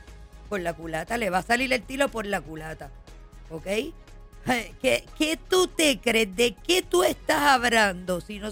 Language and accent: Spanish; Fajardo, Puerto Rico